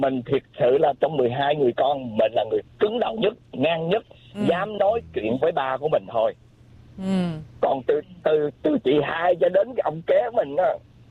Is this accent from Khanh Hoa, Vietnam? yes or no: yes; Nha Trang, Khanh Hoa, Vietnam; tại quê mình ở Nha Trang mà.